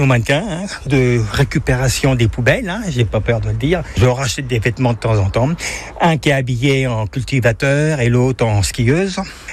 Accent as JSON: {"language": "French", "region": "Centre-Val de Loire", "country": "France", "said": "Ça a été un rêve d'enfant. Je suis du Loir-et-Cher. Et en fait, tout petit, je ne savais dessiner que des chalets."}